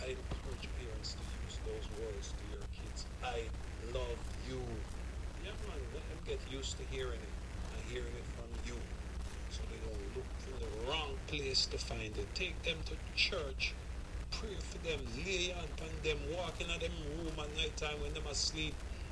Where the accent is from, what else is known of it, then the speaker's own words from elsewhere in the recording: Jamaica; we are from Jamaica